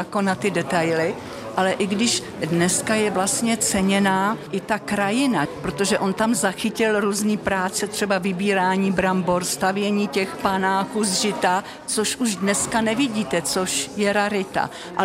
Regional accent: Jihlava, Vysočina Region, Czechia; born there; moved away; also born or lived in Žďár nad Sázavou; Já jsem vyrostla v Jihlavě, tam jsme bydleli na dolech, tam byly takový dřevěný domky po Němcích, kolonie.

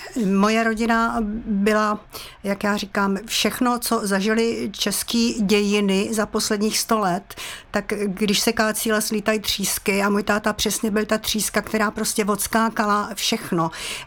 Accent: Moravia, Czechia; Tak, já jsem holka z Moravy

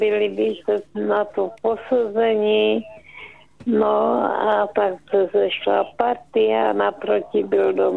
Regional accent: Velké Karlovice, Zlín Region, Czechia; born there; moved away; Já jsem jezdila na Valachy do Velkých Karlovic. Tam jsem se narodila, tak jsem tam jezdila na pouť.

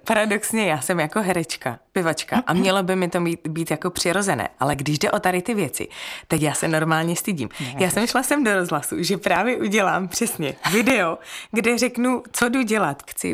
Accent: Havířov, Moravian-Silesian Region, Czechia; Já jsem holka z Havířova.

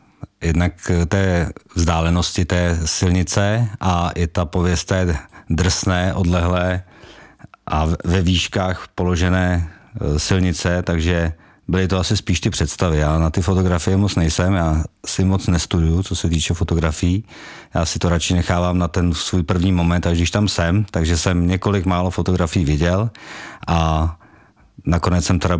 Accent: South Bohemian Region, Czechia; now in Želeč, Czechia; Od Tábora, bydlím v Želči u Tábora, tak jsem pravověrný jeho Čech a přijel jsem autem.

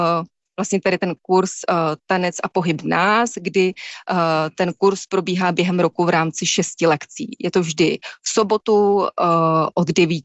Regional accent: Žďár nad Sázavou, Vysočina Region, Czechia; now in Prague, Czechia; A protože vlastně žiji v Praze, ale zároveň jsem rodačka ze Žďáru nad Sázavou a rádi jsem s manželem jezdíme za příbuznými

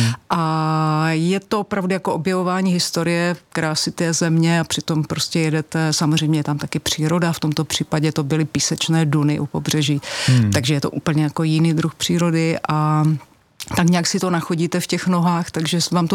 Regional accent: South Moravian Region, Czechia; Já jsem nížiny typ, já jsem děvče z Jižní Moravy, takže mě jakýkoliv kopec prostě trošku jako irituje.

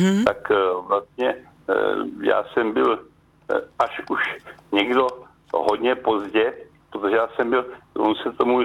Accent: Loučany, Vysočina Region, Czechia; postavili dům v rodném městě na Loučanech, což je malá vesnička na Vysočině. A na to vzpomínám jako na můj rodný dům, protože já jsem tam zůstal vlastně celé moje mládí

